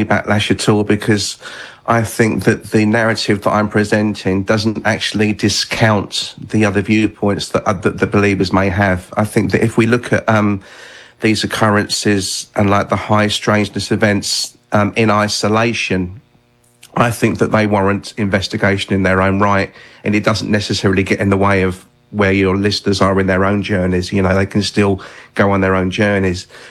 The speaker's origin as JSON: {"language": "English", "region": "England", "country": "United Kingdom", "said": "That made me feel really at home as an Englishman."}